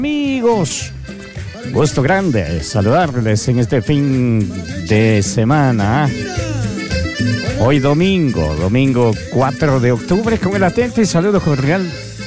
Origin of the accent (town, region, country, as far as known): Azuay, Ecuador